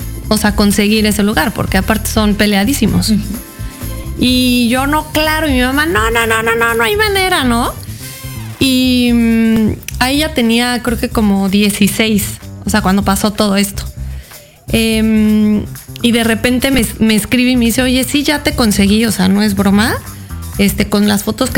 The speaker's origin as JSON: {"language": "Spanish", "region": "Querétaro", "country": "Mexico", "tie": "born or raised there", "moved": "yes", "said": "Y pues yo viví en Querétaro, yo crecí en Querétaro"}